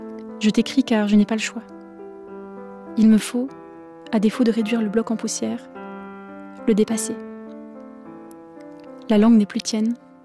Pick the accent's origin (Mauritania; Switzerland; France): Switzerland; Romandy; en tant que Suisse, que Suisse romande.